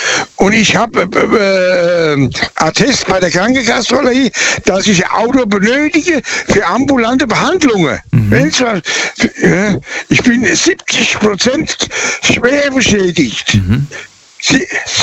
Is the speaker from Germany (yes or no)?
yes; Billenbach, Germany; born there; Und zwar weiß ich, wo ich geboren bin, in dem Ort Billenbach.